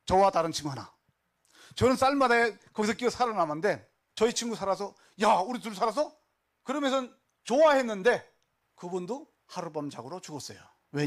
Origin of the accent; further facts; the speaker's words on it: North Korea; now in South Korea; 해서 난 북한 놈 맞아.